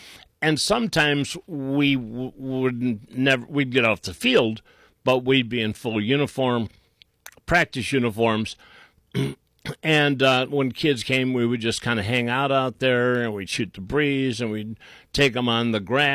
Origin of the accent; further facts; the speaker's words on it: Ohio, United States; maybe it was because I'm from Northeast Ohio.